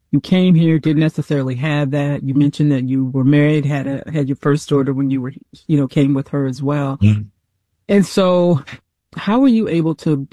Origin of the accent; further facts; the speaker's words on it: Mississippi, United States; moved away as an adult; And when I tell you I came here, I'm originally from Mississippi, came after college, the whole thing. And I came with my Southern ways.